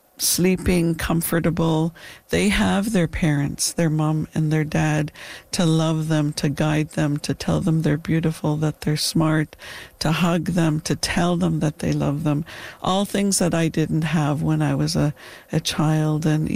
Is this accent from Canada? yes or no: yes; British Columbia, Canada; born or raised there